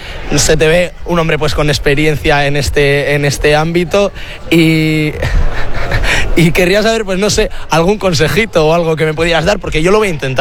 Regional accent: Bilbao, Basque Country, Spain; yo soy de Bilbao, muy de Bilbao

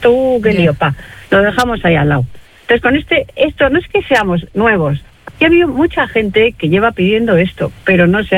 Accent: Getxo, Basque Country, Spain; born or raised there

